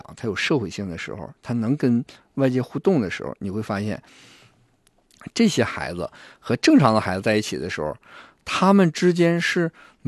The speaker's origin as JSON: {"language": "Chinese", "region": "Northeast China", "country": "China", "said": "这个我们东北人说是聊着别人"}